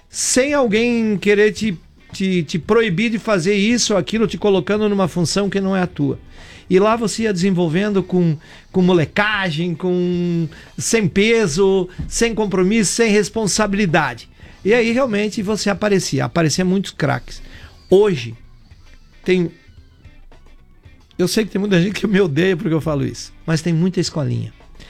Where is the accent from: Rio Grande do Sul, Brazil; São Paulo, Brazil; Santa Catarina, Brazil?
Santa Catarina, Brazil; Nova Itaberaba; born there; eu falo a minha história, porque eu nasci em Nova Itaberaba, fui estudar num colégio de freiras.